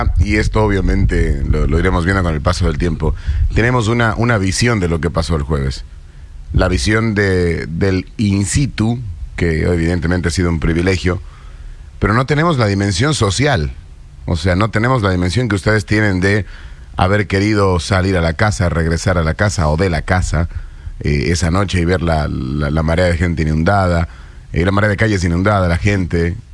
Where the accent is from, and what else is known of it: Chile